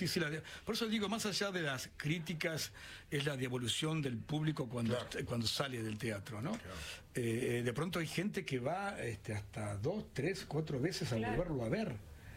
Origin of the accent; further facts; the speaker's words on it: Juan Lacaze, Colonia, Uruguay; now in Tigre, Argentina; mi intención era volver a mis raíces. Yo donde nací, en Juan Lacase, mi